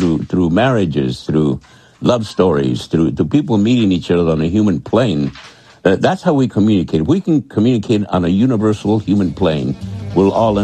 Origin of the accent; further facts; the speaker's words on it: United States; born there; I'm an American. I was born here. My parents were born in Arizona, and we've been bilingual all our lives.